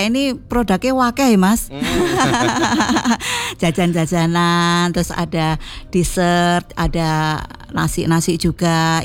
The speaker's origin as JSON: {"language": "Indonesian", "region": "Java", "country": "Indonesia", "said": "kami ini orang Jawa, Bapak itu orang Jawa."}